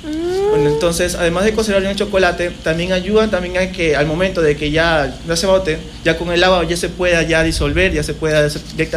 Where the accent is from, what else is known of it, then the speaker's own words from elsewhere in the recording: Los Ríos, Ecuador; en Recinto donde soy oriundo, en la Federico Intriago